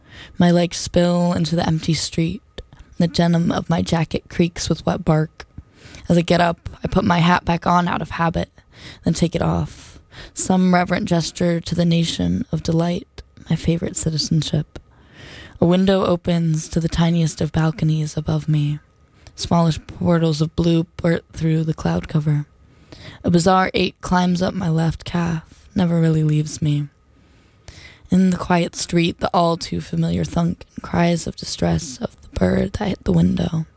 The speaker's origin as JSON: {"language": "English", "town": "Nashville", "region": "Tennessee", "country": "United States", "tie": "born or raised there", "said": "first heard on my hometown radio station in Nashville."}